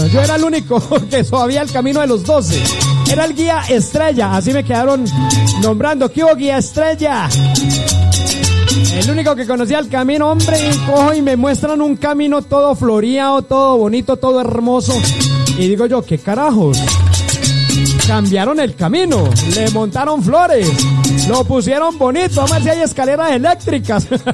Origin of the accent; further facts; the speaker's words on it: Pereira, Risaralda, Colombia; Yo soy de la Florida, regimiento por ahí de Pereira, Kennedy, hacia arriba, es el oriente de Pereira.